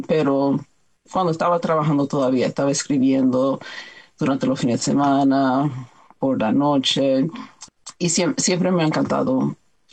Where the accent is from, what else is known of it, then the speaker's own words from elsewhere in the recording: New York, United States; Y yo soy dominicana, yo soy nacida y criada en el vecindario de Washington Heights, en Nueva York.